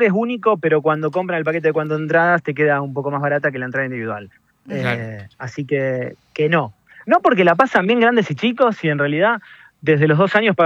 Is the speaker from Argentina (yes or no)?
yes; Rosario, Santa Fe, Argentina; moved away as an adult; now in San Lorenzo, Argentina; Yo soy de Rosario, viví toda mi vida en Rosario, pero estoy viviendo ahora en la ciudad de San Lorenzo, la histórica ciudad de San Lorenzo, que está a 150 kilómetros de Paraná, claro, y a 30 de Rosario.